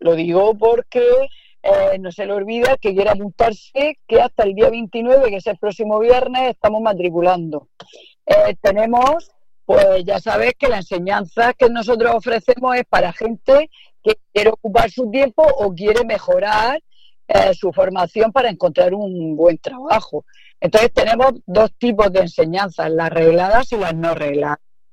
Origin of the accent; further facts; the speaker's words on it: Librilla, Region of Murcia, Spain; Librilla es mi pueblo de nacimiento.